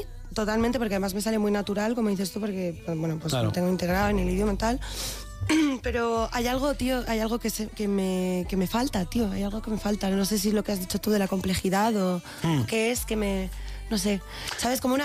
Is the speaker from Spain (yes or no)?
yes; Madrid, Community of Madrid, Spain; Y me ha costado mucho reencontrarme como o aceptarme o creerme a mí misma como claro, madrileña, ¿sabes?